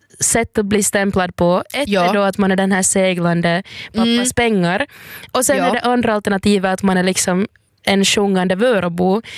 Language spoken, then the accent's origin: Swedish; Finland; first language Swedish; också i Finland, så som finlandssvensk så blir du ju ganska stämplad